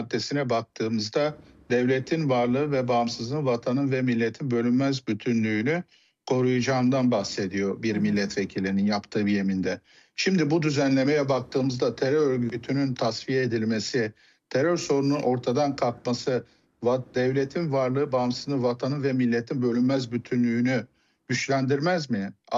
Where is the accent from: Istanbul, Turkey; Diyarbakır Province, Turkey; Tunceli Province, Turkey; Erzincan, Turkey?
Diyarbakır Province, Turkey; Diyarbakır; Benim memleketim Diyarbakır'dan bahsedeyim size.